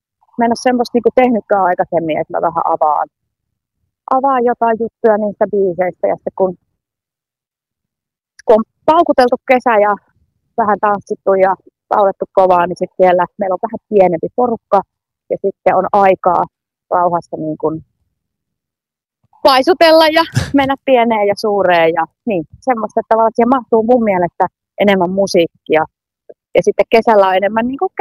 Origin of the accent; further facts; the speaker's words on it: Oulu, North Ostrobothnia, Finland; born there; moved away; also born or lived in Kärsämäki; Mä olen syntynyt Oulussa.